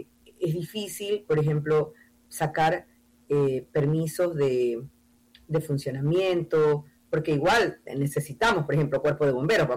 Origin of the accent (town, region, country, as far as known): Ecuador